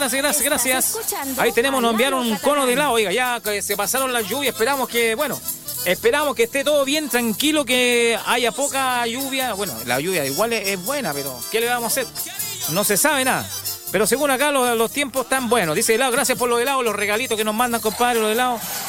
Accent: Mexico; Dala, soy de México, amigo

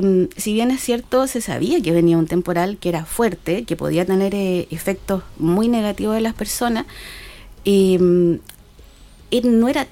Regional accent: Santiago, Santiago Metropolitan Region, Chile; moved away as an adult; Sí, bueno, yo llevo acá 17 años aproximadamente. Vengo del sur de Santiago, la parte sur de Santiago, donde estamos acostumbrados a tener lluvias grandes, lluvias potentes, digamos.

